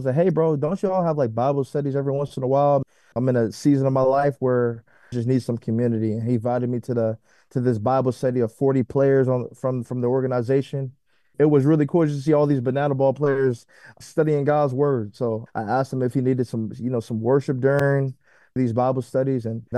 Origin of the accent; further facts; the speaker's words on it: Los Angeles, California, United States; I'm from Los Angeles, California. Grew up in the inner city, foster care